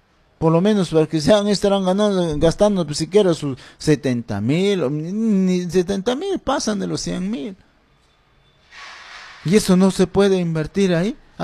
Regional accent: Pichanaki, Junín, Peru; nuestro distrito de Pichanaki.

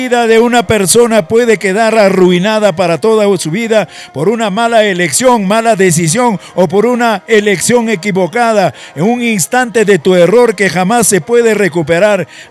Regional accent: Peru; somos compatriotas peruanas.

